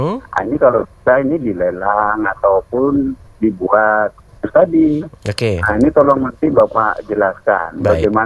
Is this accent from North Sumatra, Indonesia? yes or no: yes; Medan, North Sumatra, Indonesia; Nah, saya memang dari Medan dulu, memang khusus ke sini, memang saya yang anggota dulu itu PT Telagasari.